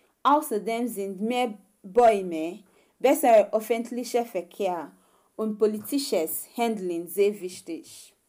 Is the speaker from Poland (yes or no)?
no; Nigeria; German is a second language; now in Germany; ich komme aus Nigeria. Seit 2 Jahren wohne ich in Deutschland.